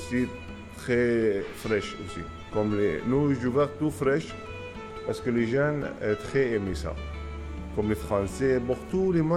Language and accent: French; Aleppo, Aleppo Governorate, Syria; French is a second language; now in Toulouse, France; lui comme chez nous à Alep, il y en a 4 saisons